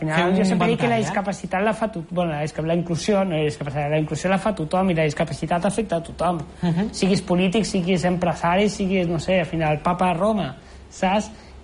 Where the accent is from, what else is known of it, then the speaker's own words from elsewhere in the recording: Tarragona, Catalonia, Spain; Soc de Tarragona, sí, sí.